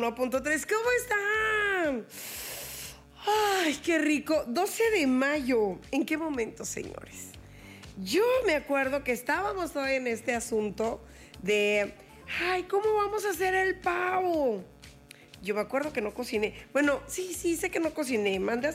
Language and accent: Spanish; Puebla, Mexico; moved away; En mi pueblo, ahí en Puebla